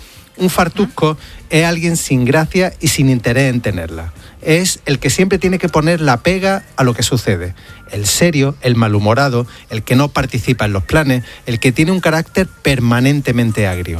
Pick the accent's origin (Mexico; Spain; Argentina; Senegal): Spain; Córdoba, Andalusia; Yo nací en Córdoba y llevo conmigo unas cuantas palabras de mi tierra allí donde vaya. En mi ciudad decir pego es decir tontería.